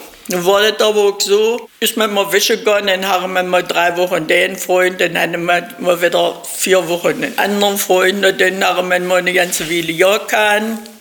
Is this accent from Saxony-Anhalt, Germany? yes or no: yes; Seehausen, Saxony-Anhalt, Germany; Ich stamme hier aus Seehausen, Kreis Wensleben. Naja, dann bin ich dann also hier in Kochstedt gelandet. Aber ich bin eine Bauernfamilie